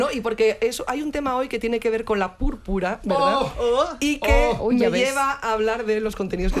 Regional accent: Andalusia, Spain; accent: Andalusian; Claro, pero solo por mi acento. Solo por mi acento, no por lo que lleva puesto.

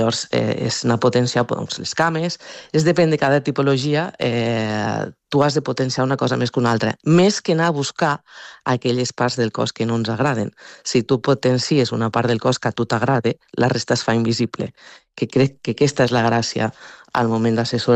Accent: Mollerussa, Catalonia, Spain; jo soc del Pla d'Urgell, de les Terres de Lleida, llavors aquí és molta zona de ramaderia i agricultura.

